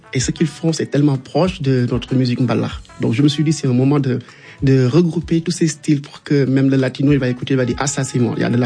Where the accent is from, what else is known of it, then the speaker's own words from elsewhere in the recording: Senegal; now in New York, United States; Moi, j'ai envie de voir un jeune qui me dit, je rêve de réussir chez moi, au Sénégal.